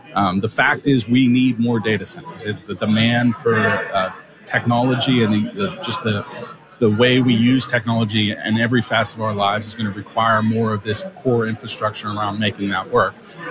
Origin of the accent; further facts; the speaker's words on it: Pennsylvania, United States; Yeah, I was born and raised in the Monongahela Valley, which was actually the center of the steel industry in the country and in the world for a long time.